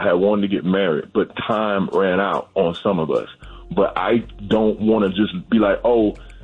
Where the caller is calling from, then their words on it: East Point, Georgia, United States; I'm from East Point.